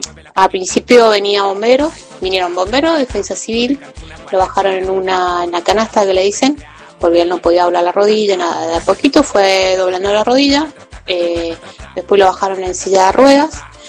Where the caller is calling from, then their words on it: Villa Mercedes, San Luis, Argentina; acá Villa Mercedes